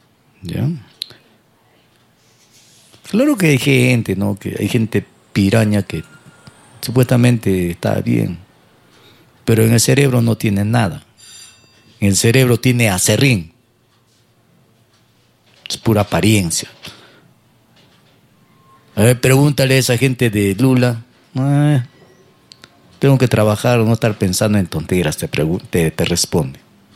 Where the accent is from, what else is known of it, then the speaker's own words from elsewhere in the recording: Peru; Gente idiota a veces somos los peruanos.